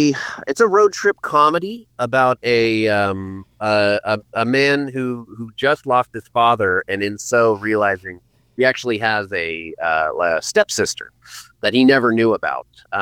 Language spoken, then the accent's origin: English; Eugene, Oregon, United States; now in Portland, United States; And growing up in Eugene, Oregon